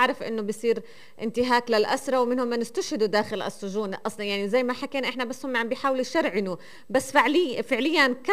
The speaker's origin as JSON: {"language": "Arabic", "country": "Palestine"}